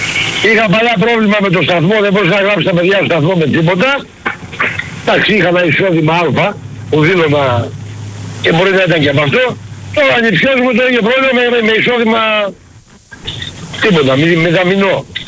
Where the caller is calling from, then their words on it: Greece; που είμαι Έλληνας, θέλω να αλλάξω ηθαγένεια